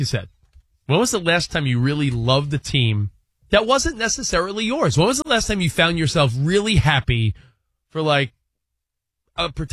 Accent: East Coast, United States; and again, we're from the East Coast.

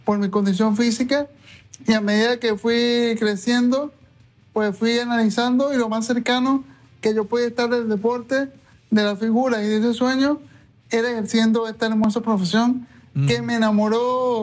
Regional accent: Punto Fijo, Falcón, Venezuela; desde Punto Fijo, Venezuela

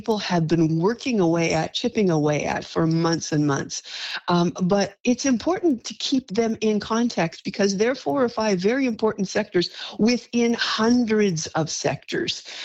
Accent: Canada; now in United States; I'm a Canadian living in the United States.

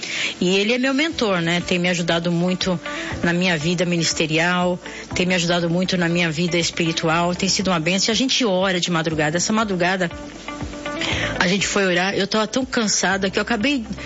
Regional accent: São Paulo, Brazil; Eu nasci aqui, sou da Gema, eu sou paulistana

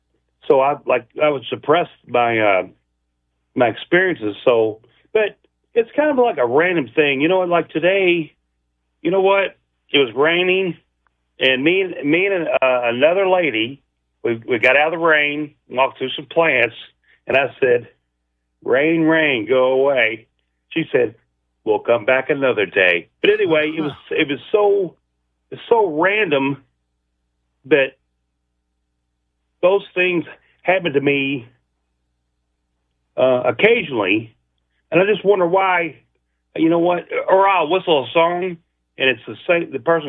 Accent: Louisville, Kentucky, United States; Yes, sir. I'm from Louisville, Kentucky

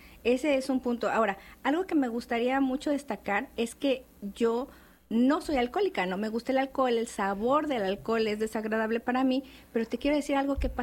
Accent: Mexico City, Mexico; Soy del centro del país, de Ciudad de México.

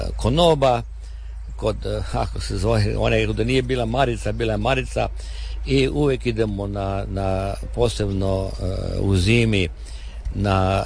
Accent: Brtonigla, Istria County, Croatia; now in Slovenia; ja sam iz Brtonigle. Svi su nekako, većina smo iz Istre

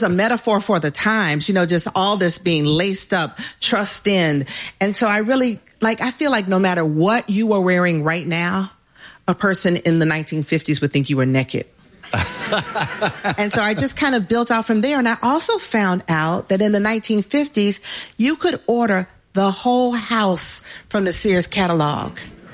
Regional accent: Atlanta, Georgia, United States; also born or lived in New York; That's my hometown. Atlanta is sophisticated. We are Southern and we are sophisticated.

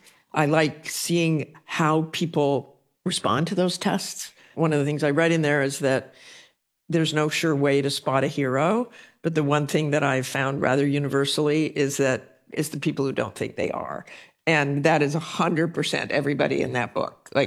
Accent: Salt Lake City, Utah, United States; born or raised there

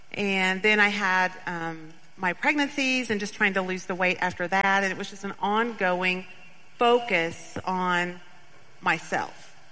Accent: Bentonville, Arkansas, United States; Well, I grew up in Bentonville, Arkansas.

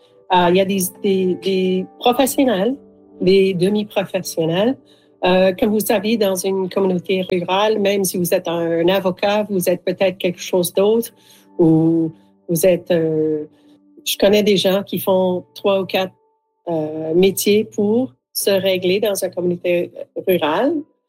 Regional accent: Ontario, Canada; je viens de l'est de l'Ontario et nos produits sont plutôt le bois, le pierre et les vaches.

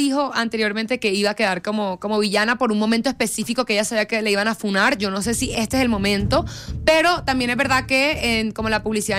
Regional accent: Caribbean Region, Colombia; Es que yo no solamente soy costeña, sino que soy costeña extrovertida.

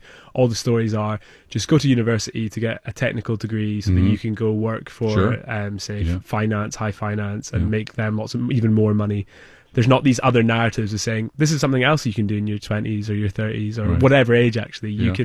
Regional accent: Nairn, Scotland, United Kingdom; now in Montreal, Canada; I'm from the north of Scotland. I'm from a very small farming town right in the north of Scotland.

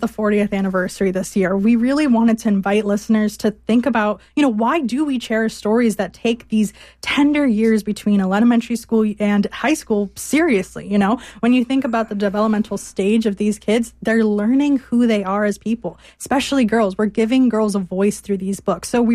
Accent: Connecticut, United States; as a Colombian growing up in Connecticut

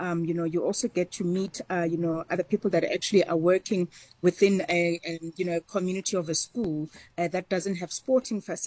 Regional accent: South Africa

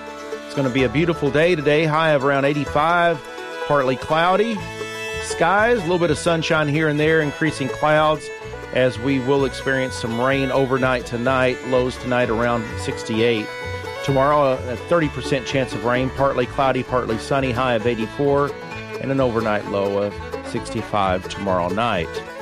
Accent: Bell County, Kentucky, United States; here in Kentucky, where, I was born and raised down in the mountains. Down there in Bell County

